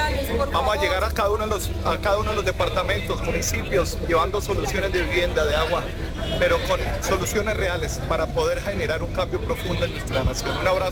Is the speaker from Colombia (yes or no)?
yes; Colombia; somos colombianos que amamos esta patria